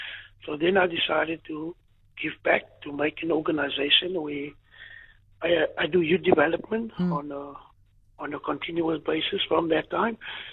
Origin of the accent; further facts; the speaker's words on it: Hout Bay, Western Cape, South Africa; and I grew up in Heart Bay, so matriculated here also